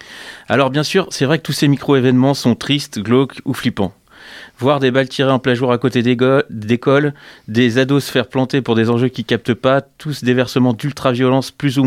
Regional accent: Grenoble, Auvergne-Rhône-Alpes, France; je venais de Grenoble

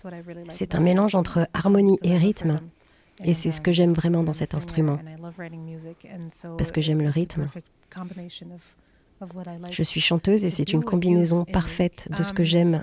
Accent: Zanzibar, Tanzania; French is a second language; J'ai donc commencé à jouer également du tarab, qui est un style de musique traditionnel chez nous à Zanzibar.

